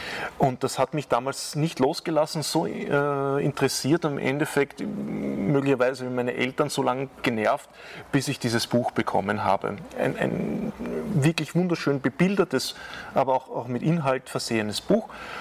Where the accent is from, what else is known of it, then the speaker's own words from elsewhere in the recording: Brunn am Gebirge, Lower Austria, Austria; Tatsächlich, also ich komme aus Brunn am Gebirge, wo wir uns gerade befinden.